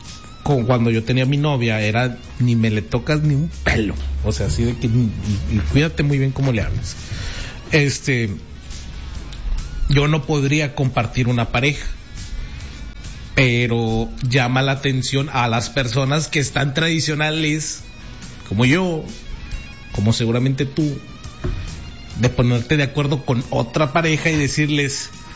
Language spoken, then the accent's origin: Spanish; Mexico; porque soy mexicano